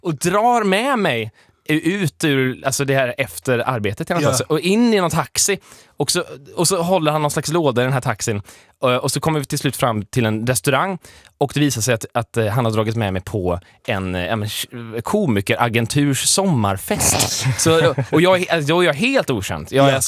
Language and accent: Swedish; Gothenburg, Västra Götaland County, Sweden; som göteborgare, som jag är.